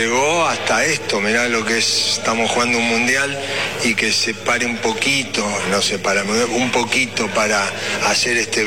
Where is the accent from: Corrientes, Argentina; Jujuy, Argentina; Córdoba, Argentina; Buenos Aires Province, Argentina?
Córdoba, Argentina; Corral de Bustos; also born or lived in Spain / Italy / Mexico; A decir a mí que soy de Corral de Busto.